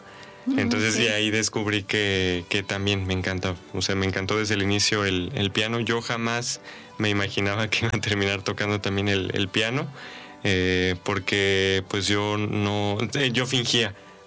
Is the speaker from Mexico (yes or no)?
yes; Mexico; es un poco inverosímil y hasta a veces absurdo que como mexicanos no sepamos lo que tenemos, ¿no?